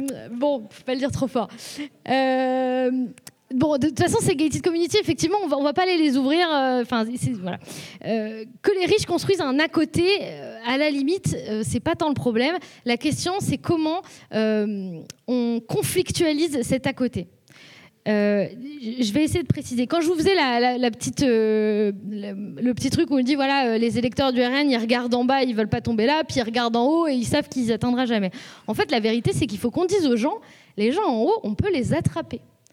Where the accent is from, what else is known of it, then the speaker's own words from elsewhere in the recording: Lyon, Auvergne-Rhône-Alpes, France; now in Toulouse, France; en ce moment j'habite à Toulouse et de base je suis de Lyon